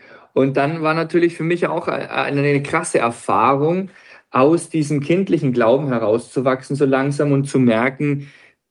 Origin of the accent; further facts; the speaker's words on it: Bayreuth, Bavaria, Germany; Ich bin geboren in Bayreuth im schönen Frankenland. Bin dort aufgewachsen in einem kleinen Kaff.